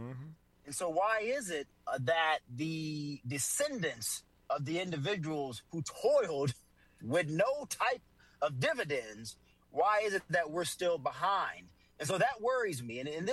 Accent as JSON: {"language": "English", "region": "the South", "country": "United States", "tie": "born or raised there", "said": "You know, I grew up in the South. I grew up with my great grandmother still living into her middle 90s"}